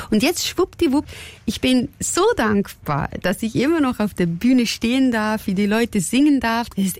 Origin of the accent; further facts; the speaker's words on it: Switzerland; Wir sind so eine Schützenfamilie. Bei uns in der Schweiz ist es wirklich so eine Tradition.